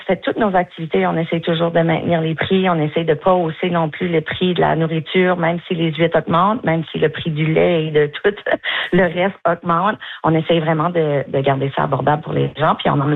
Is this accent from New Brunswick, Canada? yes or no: yes; Maisonnette, New Brunswick, Canada; born there